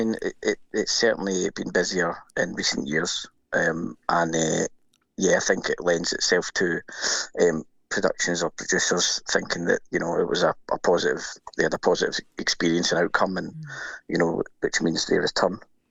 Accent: Glasgow, Scotland, United Kingdom; it's always good, as someone who's born and bred in Glasgow, to be working in the city I was born and grew up in and see that on the big screen.

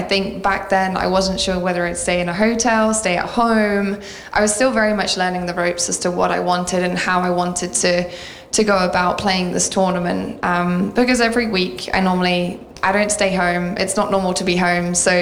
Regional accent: Nottingham, East Midlands, United Kingdom; always feel great coming back to Nottingham. Every time I step into here, it's like going home. It's my hometown. It's my home place.

